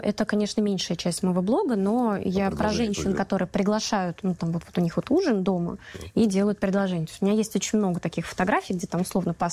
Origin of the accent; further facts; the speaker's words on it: Saransk, Mordovia, Russia; born there; Мой дедушка Валерий Николаевич, вот такие вот у меня праздники всегда собирал в Саранске, в городе.